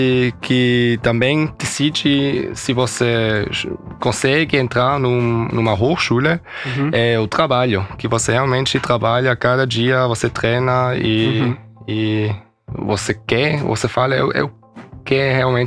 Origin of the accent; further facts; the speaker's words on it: Basel, Basel-Stadt, Switzerland; Portuguese is a second language; eu nasci aqui em Basel.